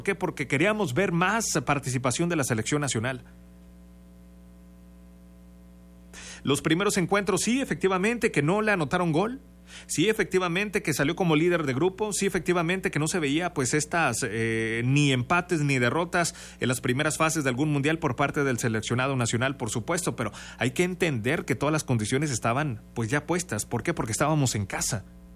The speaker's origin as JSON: {"language": "Spanish", "country": "Mexico"}